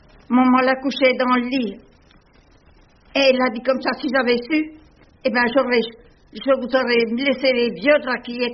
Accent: Dampierre-sur-Linotte, Bourgogne-Franche-Comté, France; born there; now in Nancy, France; Je suis née en 1861, en Haute-Saône, à Dampierre-sur-Linotte.

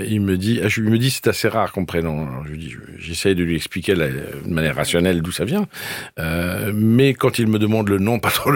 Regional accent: Kabylie, Algeria; Mais vous êtes d'où, d'Algérie? Alors, je lui dis de Kabylie.

